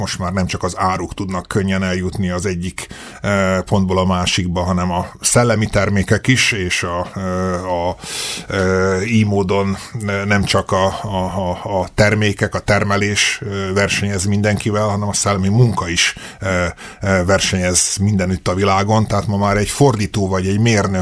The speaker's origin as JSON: {"language": "Hungarian", "town": "Eger", "region": "Heves", "country": "Hungary", "tie": "born or raised there", "moved": "yes", "said": "Én Egerben nőttem föl, itt voltam diák, itt ugye a régi ötös iskolába jártam, ami ugye nem messze van innen a Szent István Rádió stúdiójától a szomszédba éppen a sarkon, aztán pedig a Gárdonyi gimnáziumba"}